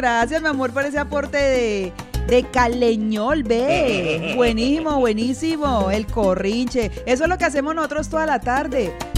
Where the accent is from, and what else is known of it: Cali, Valle del Cauca, Colombia; moved away